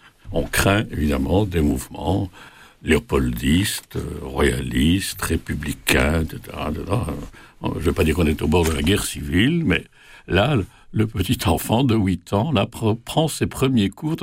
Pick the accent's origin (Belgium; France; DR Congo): Belgium; Liège, Wallonia; moi, je suis un petit Liégeois qui naît en 1942, en pleine guerre.